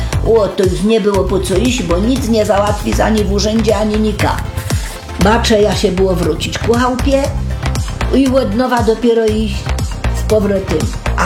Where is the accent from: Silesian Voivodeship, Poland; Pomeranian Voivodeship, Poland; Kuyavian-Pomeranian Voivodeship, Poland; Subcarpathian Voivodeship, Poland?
Silesian Voivodeship, Poland; bo u nas w Justynie to tak, do Skrzytnia jest daleko